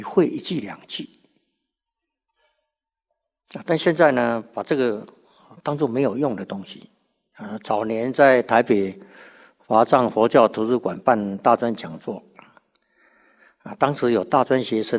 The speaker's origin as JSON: {"language": "Chinese", "country": "China", "said": "我们中国人呐，啊，读了都不懂，你再去翻译给外国人，那外国人他更不懂了。"}